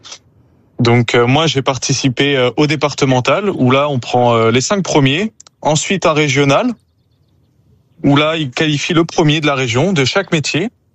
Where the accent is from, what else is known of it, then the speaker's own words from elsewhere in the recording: Rennes, Brittany, France; je viens de Bretagne, précisément à Rennes